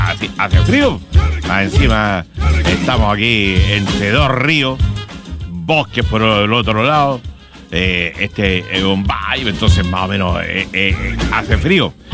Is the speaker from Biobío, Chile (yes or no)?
yes; Concepción, Biobío, Chile; en vez de tener otro gentilicio, nos dicen penquistas y que somos acá de Concepción.